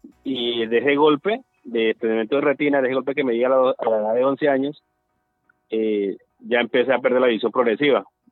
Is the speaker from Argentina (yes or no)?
no; Puerto Rondón, Arauca, Colombia; born there; now in Arauca, Colombia; soy del departamento de Arauca, nací en un municipio de nuestro departamento, en Puerto Rondón, Arauca. En ese momento me encuentro radicado en la capital de Arauca, en el departamento, Arauca, en la capital.